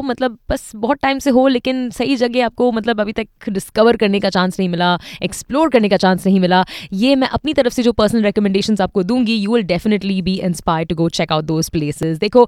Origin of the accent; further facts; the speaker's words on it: Dubai, United Arab Emirates; देखो दुबई की पली बड़ी बच्ची हूँ, सो ऑब्वियसली यहाँ का इन एंड आउट मुझे पता है।